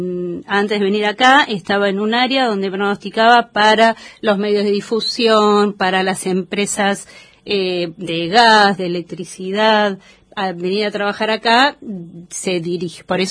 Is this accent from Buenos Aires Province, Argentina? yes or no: yes; Lanús, Buenos Aires Province, Argentina; moved away; En Buenos Aires, sí, yo soy de Lanús